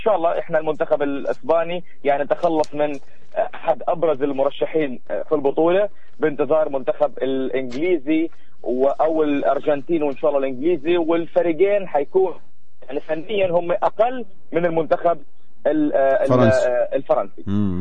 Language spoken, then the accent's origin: Arabic; Palestine; علينا كفلسطينيين